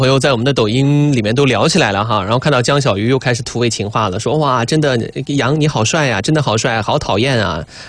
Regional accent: Xinjiang, China; 就是阿大喜在我们新疆话里面就是朋友的意思，

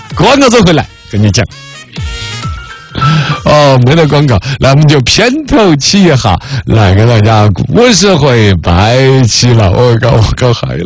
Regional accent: China

